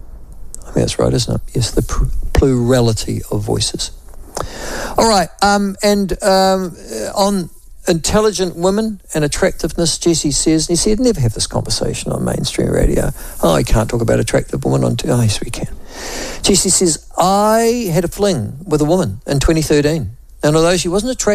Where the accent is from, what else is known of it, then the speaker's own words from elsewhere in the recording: Whanganui, Manawatū-Whanganui, New Zealand; I grew up in Whanganui, of all places